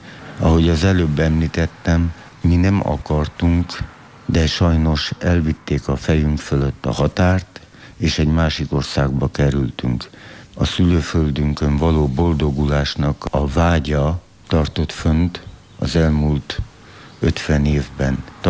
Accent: Prekmurje, Slovenia; nagyon büszkék lehetünk arra, hogy muravidékiek vagyunk, és hogy muravidéki magyarok vagyunk.

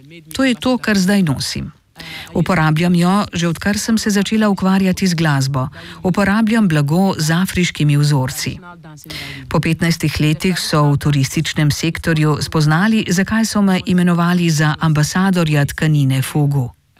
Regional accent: Ghana; Slovenian is a second language; Naslov povezujem z zasedbo, ker sem iz Gane. Jaz pojem afriško, oni igrajo. Jaz prinašam groove, oni to naredijo dostopno za Evropo, jaz pa za Afriko.

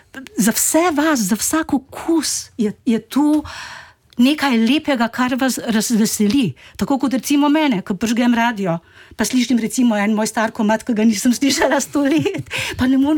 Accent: Ruše, Drava, Slovenia; ker sem iz Ruš

